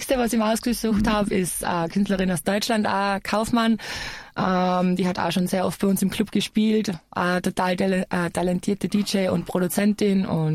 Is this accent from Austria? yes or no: yes; Austria; Also genau das ist eben das Problem bei uns in Österreich, dass einfach Clubkultur bei uns nicht so angesehen wird wie jetzt zum Beispiel in Berlin.